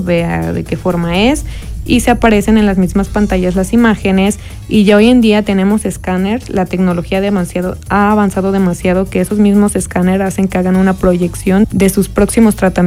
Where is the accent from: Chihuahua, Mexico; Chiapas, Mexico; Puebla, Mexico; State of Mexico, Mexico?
Puebla, Mexico; Acatlán de Osorio; yo soy originaria de Acatlán de Osorio